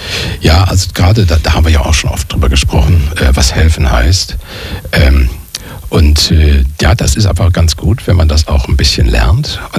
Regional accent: Wuppertal, North Rhine-Westphalia, Germany; ich komme aus Wuppertal

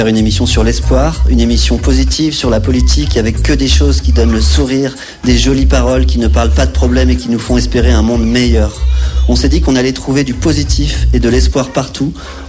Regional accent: France; quand je suis arrivé de France au Radiocamp pour travailler sur la fabrication de cette émission collective

